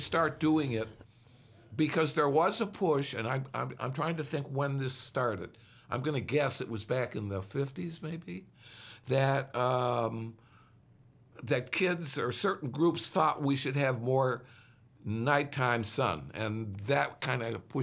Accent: Midwest, United States; now in Florida, United States; now I grew up in the Midwest, Central Time, right? I come to Florida, and it's Eastern Time

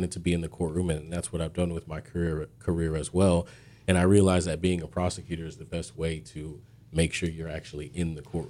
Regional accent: Florida, United States; I'm originally from Central Florida as well, so this is home. It didn't feel foreign.

